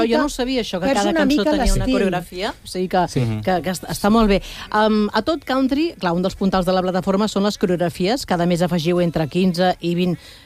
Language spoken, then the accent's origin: Catalan; Catalonia, Spain; Jo soc molt catalana, mare de Déu.